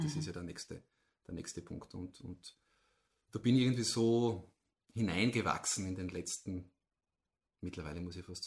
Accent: Austria; Aber ich sage dann meistens, ich komme aus Nordslowenien. Und die slowenische Grenze, die österreichisch-slowenische Grenze, die können alle einordnen. Und ich sage, ja, genau, von dort komme ich her. nur halt auf der österreichischen Seite.

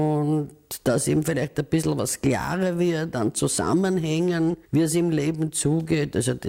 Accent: Vienna, Austria; accent: Viennese dialect; first language Viennese dialect; Meine Muttersprache ist der Dialekt. Und wie ich ins Gymnasium gekommen bin, habe ich eigentlich ja nur Wiener Dialekt reden können.

